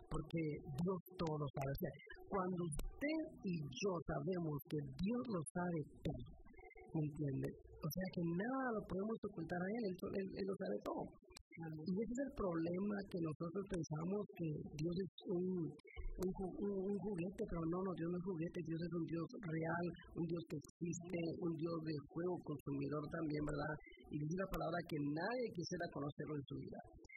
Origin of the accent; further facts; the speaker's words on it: Guatemala; yo soy de Guatemala